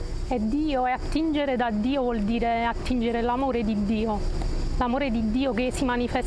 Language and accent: Italian; Naples, Campania, Italy; vengo da Napoli e sono venuta a Međugorje per la prima volta.